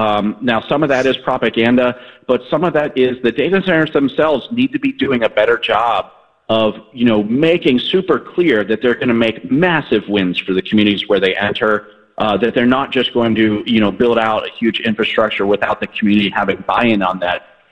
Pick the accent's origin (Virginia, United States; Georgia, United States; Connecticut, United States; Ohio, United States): Ohio, United States; So I remember growing up in Northeast Ohio, there was this idea of energy production that would be coming there.